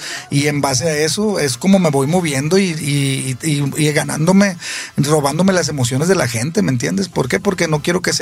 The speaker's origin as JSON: {"language": "Spanish", "town": "Culiacán", "region": "Sinaloa", "country": "Mexico", "tie": "born or raised there", "said": "en la ciudad que para mí es la más importante después de mi tierra de Culiacán"}